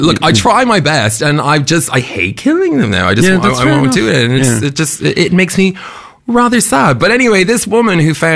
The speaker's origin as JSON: {"language": "English", "country": "Canada", "moved": "yes", "lives_now": "Australia", "said": "But I'm from Canada."}